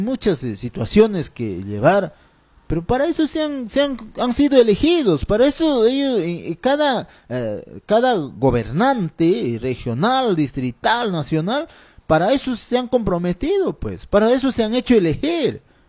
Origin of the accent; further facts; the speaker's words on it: Peru; Somos peruanos